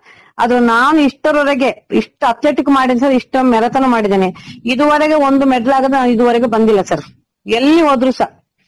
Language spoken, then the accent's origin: Kannada; Karnataka, India; also born or lived in Kodagu; ಇಲ್ಲಿ ತೋಡಿಕಂದ ನಮ್ಮ ಊರಿನವರು ಸಹ ನನ್ನ ಮೇಲೆ ಒಂದು ಹೆಮ್ಮೆ ಇಡ್ತಾರೆ ಸರ್.